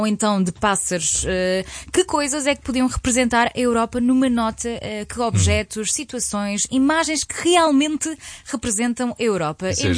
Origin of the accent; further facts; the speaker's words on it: Bulgaria; now in Portugal; Eu sou búlgara e tenho origens turcas